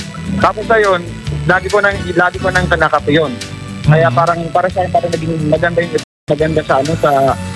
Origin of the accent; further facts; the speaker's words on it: Catarman, Northern Samar, Philippines; Katarman po. Kasi nung nakaraan, tumawag po ako sa inyo.